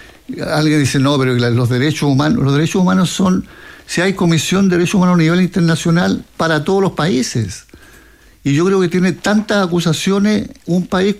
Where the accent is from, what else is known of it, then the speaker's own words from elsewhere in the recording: Chile; Yo soy chileno, por lo demás, ¿no?